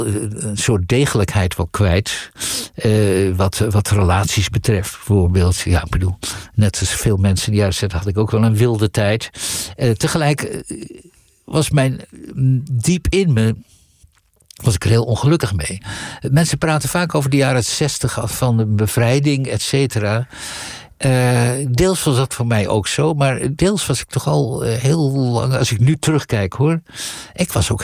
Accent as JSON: {"language": "Dutch", "town": "Leeuwarden", "region": "Friesland", "country": "Netherlands", "tie": "born or raised there", "moved": "as an adult", "said": "Want ik groeide op in Leeuwarden. En Friesland is echt, het is me na aan het hart gebakken"}